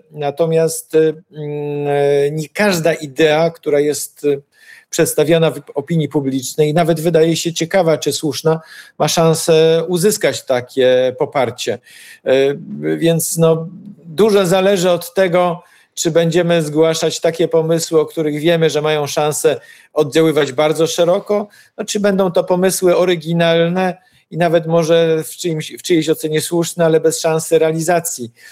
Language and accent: Polish; Poznań, Greater Poland Voivodeship, Poland; Jestem poznaniakiem, wielkopolaninem.